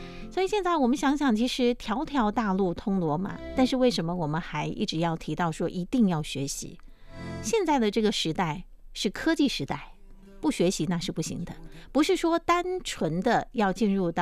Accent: Jinjiang, Fujian, China; 说到晋江啊，我们由衷的感觉到幸福。为什么呢？因为我们出生在一个算是比较好的地方

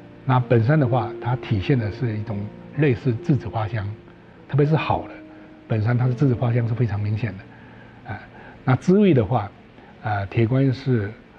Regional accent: Fujian, China

